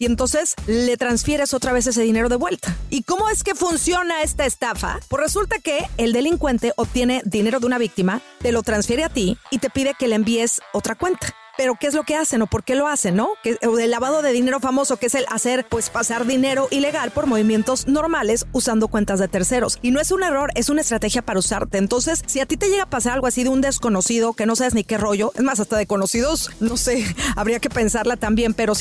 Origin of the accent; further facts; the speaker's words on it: Mexico; yo como buena mexicana, la neta, ya vivo medio ciscada, diría mi abuelita